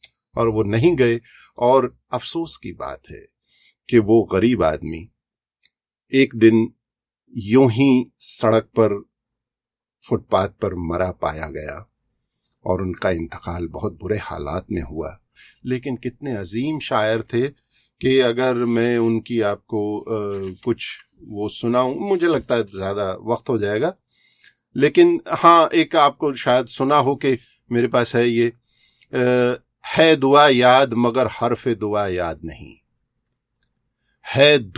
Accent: Ambala, Haryana, India; تو ہمیں امبالہ کے لوگوں کو اس پر بھی فخر ہونا چاہیے

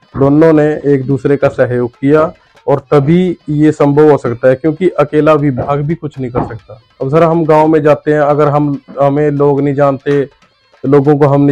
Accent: Ambala, Haryana, India; गांव के जो हमारे अम्बाला के निवासी हैं

